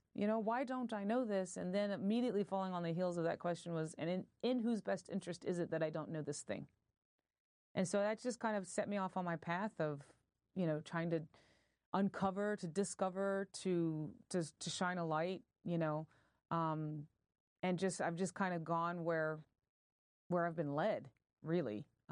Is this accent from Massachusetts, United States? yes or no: no; North Carolina, United States; I've born and raised in North Carolina. But anyway, that's you know, that's another thing. So I just grew up, you know, as a Southerner